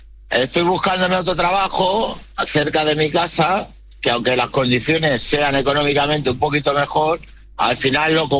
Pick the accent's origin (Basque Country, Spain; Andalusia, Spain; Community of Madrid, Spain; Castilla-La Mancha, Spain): Castilla-La Mancha, Spain; Puertollano; A ver, yo en mi pueblo, en Puerto Llano, como sabrás, hay una refinería.